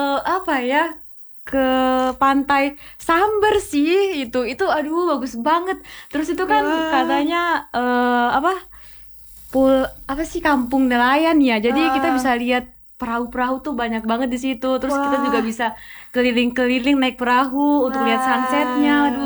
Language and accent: Indonesian; Ternate, North Maluku, Indonesia; Aku dari Ternate.